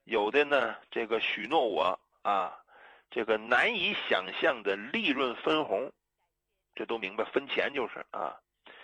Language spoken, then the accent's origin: Chinese; China; 作为中国人，我这心里边装的是国家呀，装的是人民呐